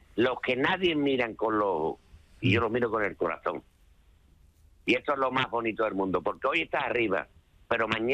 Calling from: Algeciras, Andalusia, Spain; yo soy funcionario del Ayuntamiento de Algeciras.

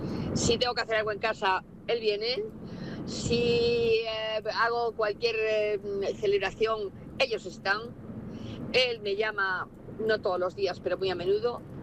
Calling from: Vigo, Galicia, Spain

